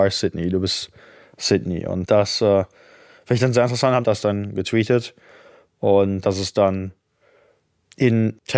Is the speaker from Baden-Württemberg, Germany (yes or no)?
no; Essen, North Rhine-Westphalia, Germany; also born or lived in Munich; now in United States; ich bin ursprünglich aus Deutschland, aus Essen in Nordrhein-Westfalen und habe dann zuerst in München studiert.